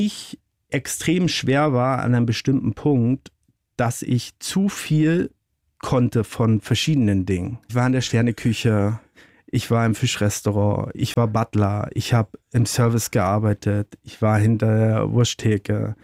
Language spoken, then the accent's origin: German; Ellerdorf, Schleswig-Holstein, Germany; Ja, genau. Mittelpunkt von Schleswig-Holstein, das Örtchen hieß Ellerdorf, da steckt das Dorf schon im Namen drin.